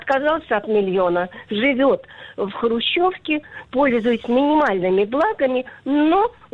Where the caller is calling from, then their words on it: Izhevsk, Udmurtia, Russia; Я из Ижевска звоню.